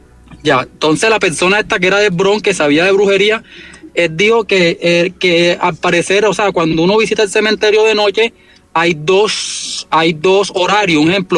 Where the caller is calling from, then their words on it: Arjona, Bolívar, Colombia; soy de Arjona Bolívar, vivo en Arjona Bolívar, municipio pues cerquita Cartagena.